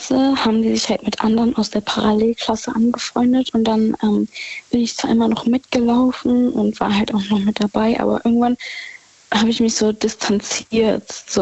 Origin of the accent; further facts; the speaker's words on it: Rhineland-Palatinate, Germany; In der Nähe von Gerolstein.